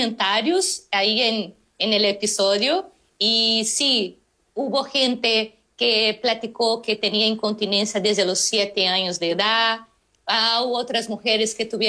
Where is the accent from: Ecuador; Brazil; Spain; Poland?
Brazil; Spanish is a second language; now in Mexico; Así que para una brasileña amar la tortilla, eso es porque sí, ya soy mexicana.